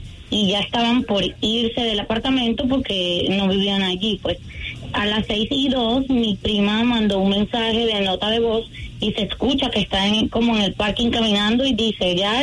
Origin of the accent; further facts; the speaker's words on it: Venezuela; moved away; 11 años que salí de Venezuela, me vine a estudiar acá